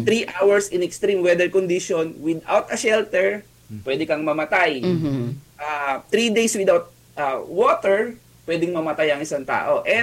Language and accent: Tagalog; Calabarzon, Philippines; Ako po, taga Batangas ako. Nasa Batangas po ako ngayon.